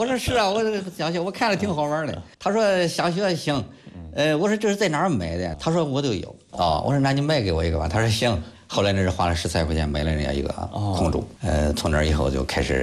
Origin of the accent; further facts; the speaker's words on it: Shijiazhuang, Hebei, China; 我是咱们河北省石家庄市景兴矿区四维街道办事处红卫社区的， … 中共党员，是一名退休干部。